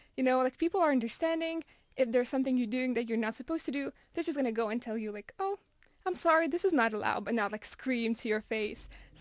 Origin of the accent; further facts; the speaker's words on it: Lithuania; now in Gothenburg, Sweden; As I'm from Lithuania, I'm used to this weather. I'm used to the darkness, so it doesn't really bother me.